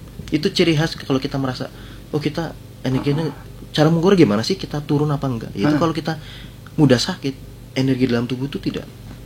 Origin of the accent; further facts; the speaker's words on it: Java, Indonesia; karena kita orang Jawa